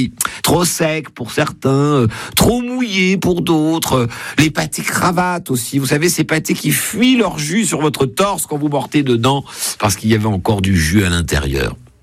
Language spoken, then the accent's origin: French; Grand Est, France; de la pâte feuilletée, dont on dit d'ailleurs qu'elle a été inventée chez nous, en Lorraine